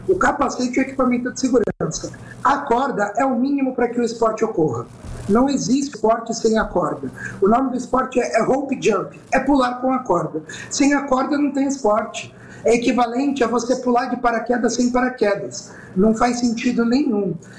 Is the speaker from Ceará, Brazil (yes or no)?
no; São Paulo, Brazil; Eu sou do litoral, aqui da Baixada.